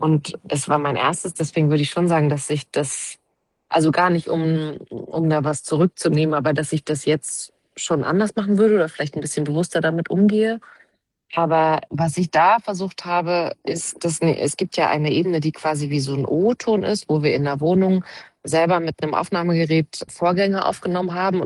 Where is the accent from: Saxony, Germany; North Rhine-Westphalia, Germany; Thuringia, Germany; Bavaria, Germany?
Saxony, Germany; Leipzig; Naja, also ich komme aus Leipzig.